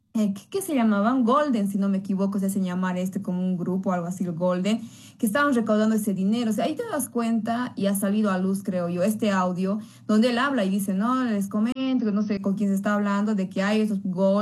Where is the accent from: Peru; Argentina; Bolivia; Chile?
Bolivia; Como bolivianos, pedir la aprehensión de un exmandatario.